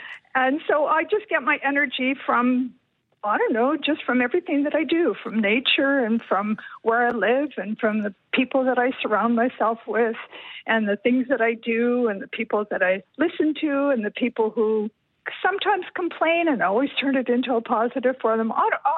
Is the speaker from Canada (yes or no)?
yes; Maybridge, Saskatchewan, Canada; also born or lived in Kamsack, Saskatchewan; they lived in this small community called Maybridge, Saskatchewan, which is, oh, it's about 9 miles northwest of Erin, near the Manitoba border. So that's where I was born and raised. I lived there till I was like six or maybe seven.